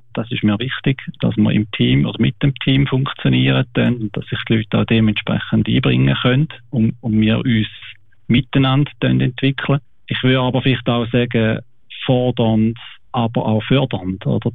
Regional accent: Willichingen, Switzerland; Mein Vater ist von Helsinki. Schon lange aber in der Schweiz und meine Mutter ist von Willichingen. Wir sind in Willichingen aufgewachsen.

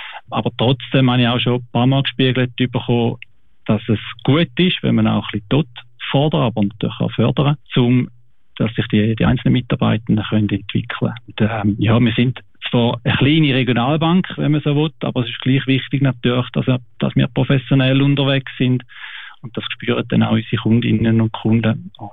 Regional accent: Switzerland; Mein Vater ist von Helsinki. Schon lange aber in der Schweiz und meine Mutter ist von Willichingen. Wir sind in Zwichingen aufgewachsen. Ich habe also mehr die Wurzeln da in der Schweiz

